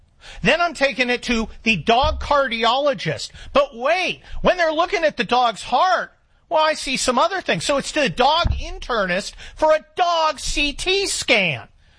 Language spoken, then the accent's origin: English; Scotland, United Kingdom; And I'm Scottish. That goes against everything my genetics believe in.